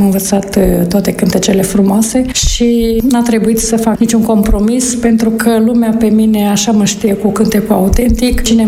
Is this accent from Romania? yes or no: yes; Transylvania, Romania; foarte multă lume știe problemele noastre de acolo, din Ardeal.